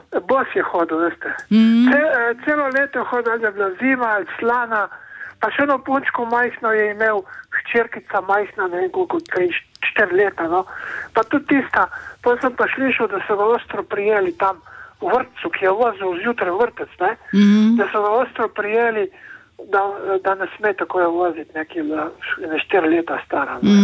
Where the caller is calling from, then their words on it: Koper, Slovenian Littoral, Slovenia; iz Kopra.